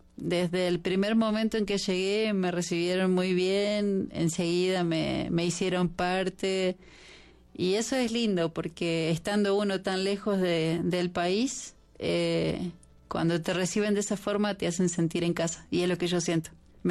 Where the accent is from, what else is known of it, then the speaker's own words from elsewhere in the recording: Argentina; yo soy muy amiguera y familiera, entonces, como buena argentina.